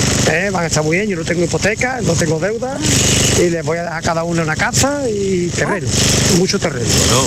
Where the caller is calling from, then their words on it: Sanlúcar de Barrameda, Andalusia, Spain; de Toluca de Barrameda.